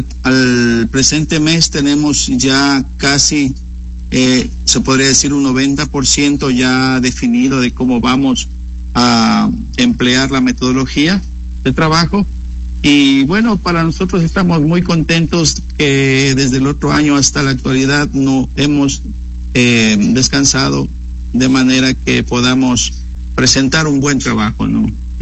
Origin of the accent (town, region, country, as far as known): Orellana, Ecuador